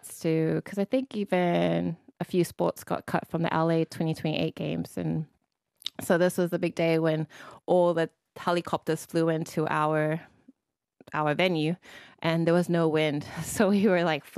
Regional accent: Samoa; now in Australia; So I grew up sailing in Samoa.

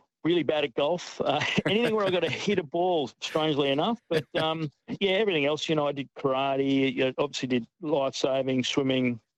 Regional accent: Sunshine Coast, Queensland, Australia; I was born in Maribyrnong, and then, yeah, Mum and Dad moved down to the sunny coast when I was 6 months old. So all of the life I can remember, the memories start here on the coast

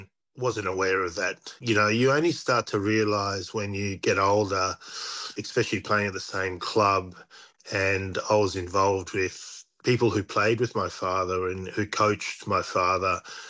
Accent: Brisbane, Queensland, Australia; growing up in Brisbane.

